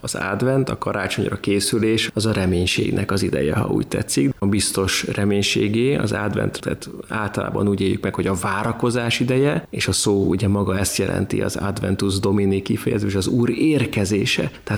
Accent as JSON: {"language": "Hungarian", "country": "Hungary", "said": "magyarként úgy szoktuk magunkat definiálni, hogy milyen busongó nép vagyunk"}